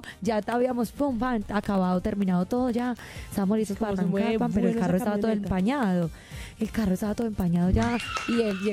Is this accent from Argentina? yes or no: yes; Entre Ríos, Argentina; Yo también soy de pueblo, yo soy de Entre Ríos.